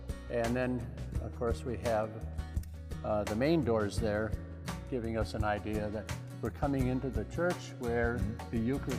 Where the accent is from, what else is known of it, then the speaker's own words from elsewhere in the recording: Wisconsin, United States; Well, I'm originally from Wisconsin